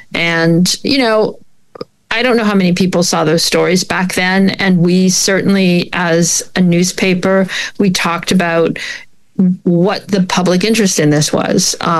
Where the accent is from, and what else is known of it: Canada